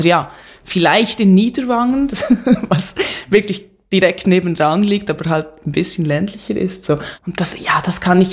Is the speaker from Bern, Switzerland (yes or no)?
yes; Bern, Switzerland; ich bin eben auch in Bern aufgewachsen, aber in der Lenggasse, was schon ein sehr viel behüteteres, akademischeres Quartier auch schon war, als ich klein war.